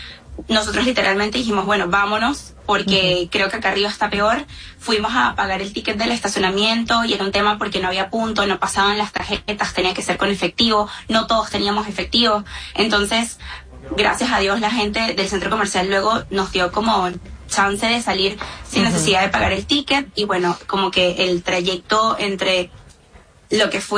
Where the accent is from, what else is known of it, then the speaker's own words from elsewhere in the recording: Venezuela; En verdad, yo soy de aquí de Venezuela, yo estoy aquí en Venezuela.